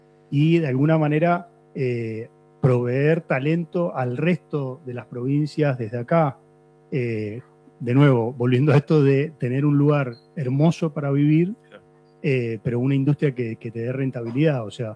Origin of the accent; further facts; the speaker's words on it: Mendoza, Argentina; yo soy mendocino y me encanta Mendoza y la elegí para vivir y para crear mi familia